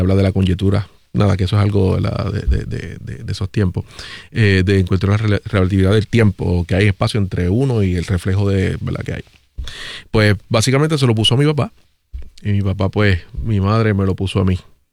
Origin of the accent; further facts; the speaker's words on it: San Juan, Puerto Rico; Puerto Rico, San Juan, Puerto Rico.